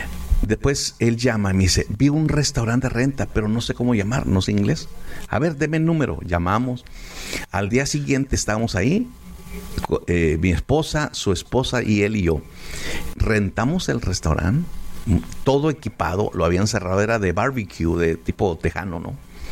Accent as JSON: {"language": "Spanish", "region": "San Luis Potosí", "country": "Mexico", "tie": "born or raised there", "said": "Es que Dios nos habló a mi esposa y a mí que tenemos que abrir una iglesia en mi pueblito o campus San Luis Potosí. San Nicolás es la cabecera, el pueblo, pero es en San Luis Potosí"}